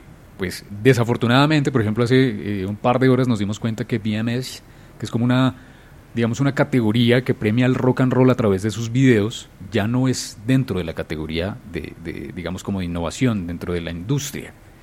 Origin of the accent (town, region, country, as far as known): Colombia